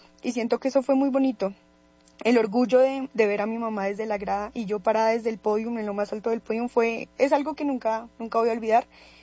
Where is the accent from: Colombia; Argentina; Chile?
Colombia; Cundinamarca; una de las principales falencias que tenemos como colombianos, y principalmente aquí en Cundinamarca.